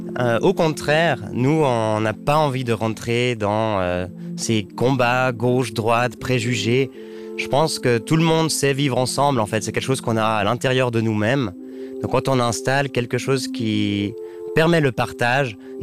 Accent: Switzerland; la Suisse, c'est vraiment important. C'est celle qui nous a élevés, c'est où on a grandi, c'est les forêts qu'on connaît.

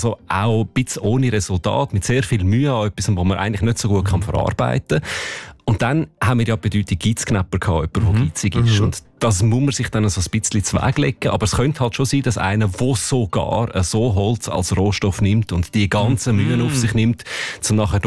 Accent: Zurich, Switzerland; Oder geht mir ja ähnlich, auch als Zürcher

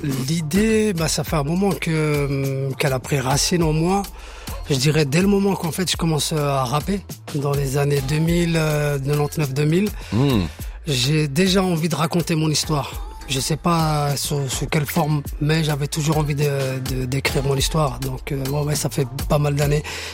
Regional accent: Geneva, Switzerland; also born or lived in Somaliland; pas très loin de chez moi. Enfin, de là où j'ai grandi.

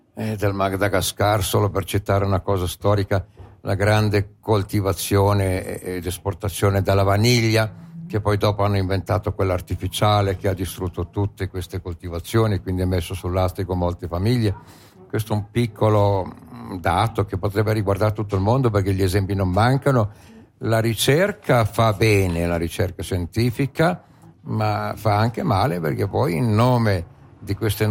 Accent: Bellinzona, Ticino, Switzerland; di Bellinzona, nel mio paese

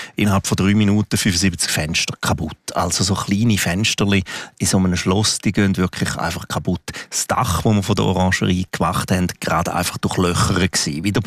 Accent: Graubünden, Switzerland; Engadin ist meine Heimat. Ich komme wahnsinnig gerne ins Engadin.

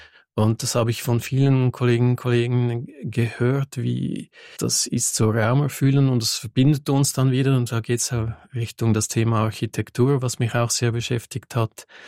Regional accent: Lausanne, Vaud, Switzerland; first language French; German is a second language; Ich bin aus Lausanne, ich bin französisch aufgewachsen.

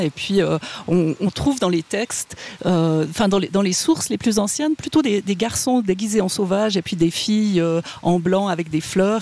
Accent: Fribourg, Switzerland; Je viens de Huipens et Marsens.

